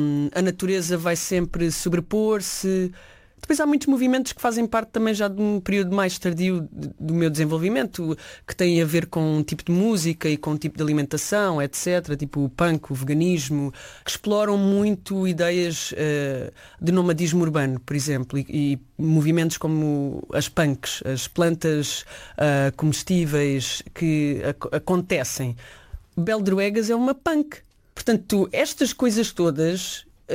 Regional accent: Alentejo, Portugal; moved away; a Serra de Monforado, que foi onde eu cresci.

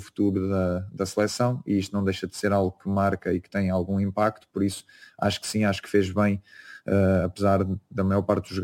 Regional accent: Portugal; enquanto portugueses

